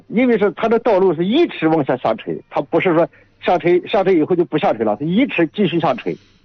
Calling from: Pinglu, Shanxi, China; 我是山西平陆县的，晋城平陆县的。

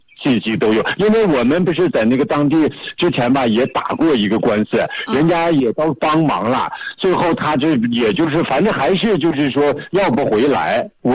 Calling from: Hohhot, Inner Mongolia, China; 我是呼和浩特的。

